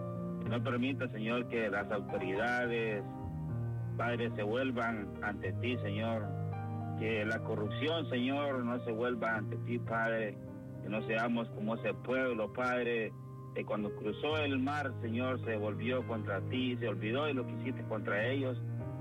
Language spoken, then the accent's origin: Spanish; Yoro, Honduras; now in Austin, United States; yo me vengo de Austin, Texas, para la jornada de oración del departamento de Lloro, y yo soy originario de Lloro.